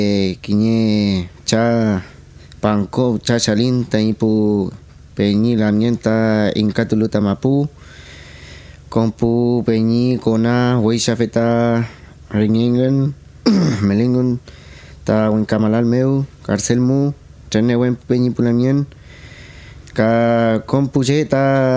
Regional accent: Penco, Biobío, Chile; born or raised there; also born or lived in Chiguayante

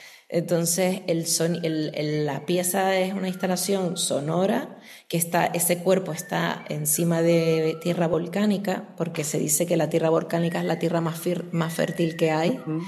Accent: Canary Islands, Spain; siempre estoy yo soy de las Islas Canarias y entonces mis ancestras, pues los ancestros de las Islas Canarias, en Tenerife en concreto, momificaban

